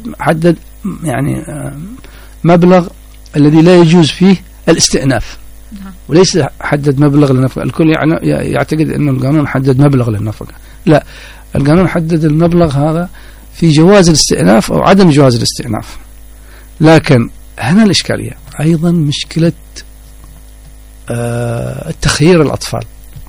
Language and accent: Arabic; Hadramaut, Yemen; moved away as an adult; now in Dhamar, Yemen; إيش مصلحة القضاء في أن ننتقل أنا من حضرموت أو إيش مصلحة القضاء وإيش مصلحتي أنا في هذا؟